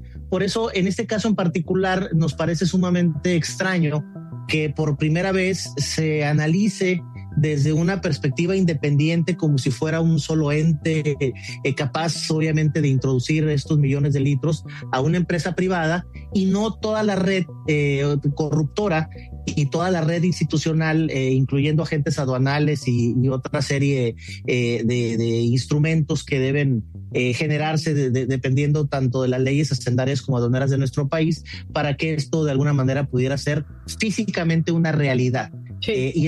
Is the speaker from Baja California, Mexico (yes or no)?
yes; Baja California, Mexico; Obviamente, pues soy de Baja California